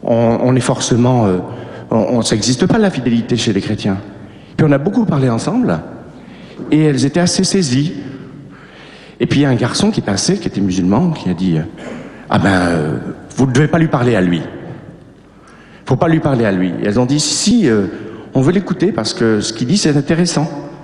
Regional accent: Clermont-Ferrand, Auvergne-Rhône-Alpes, France; Oui, bonjour, je ne suis pas de Grenoble, je suis de Clermont.

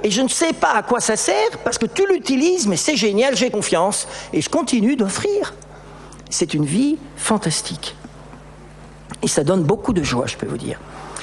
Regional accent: Belgium; je suis belge.

